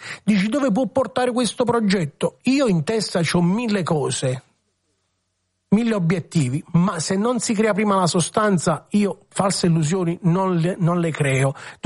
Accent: San Giorgio a Cremano, Campania, Italy; io sono nato a San Giorgio a Cremano, dunque io Troisi l'ho respirato, l'ho vissuto, l'ho sentito del territorio, mia mamma di San Giorgio

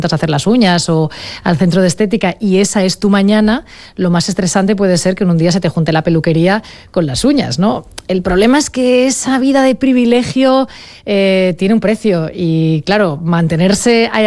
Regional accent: Sant Feliu de Llobregat, Catalonia, Spain; Yo había estado trabajando en Barcelona hasta aquel momento, porque soy de San Feliu de Llobregat

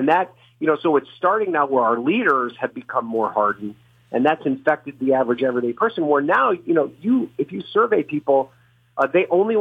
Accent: New York, United States; my home state, New York

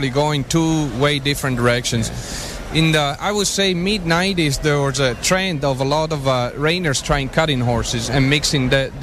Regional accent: Italy; also born or lived in Arizona; now in San Diego County, United States; I'm originally from Italy, so it was a little bit too hard to be away from both families, so we decided that California was going to be a good place to settle, so we bought a place about 2.5 years ago down in San Diego County.

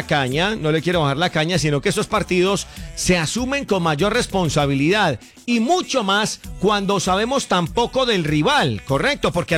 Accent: Colombia; Como buen colombiano que soy, como buen colombianos que somos

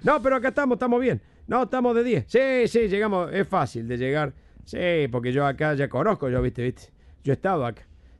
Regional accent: Córdoba, Argentina; Che, mira, vengo de Córdoba.

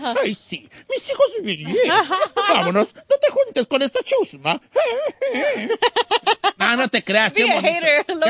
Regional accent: Puruándiro, Michoacán, Mexico; ¡Soy de Puruándiro!

